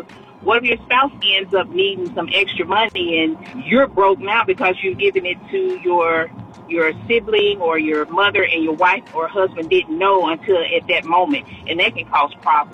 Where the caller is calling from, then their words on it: Memphis, Tennessee, United States; I'm calling from Memphis.